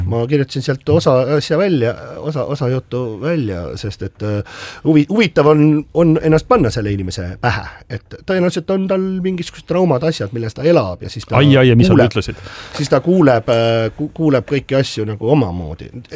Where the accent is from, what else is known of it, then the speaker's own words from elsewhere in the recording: Harju County, Estonia; born there; et ma olen ju seal Hiiu pubi vastas on lillepoekane